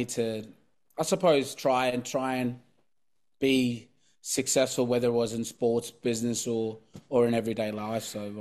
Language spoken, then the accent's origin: English; Papua New Guinea; English is a second language; now in Cairns, Australia; I grew up in Papua New Guinea, so when I first moved over to Cairns, I didn't know English.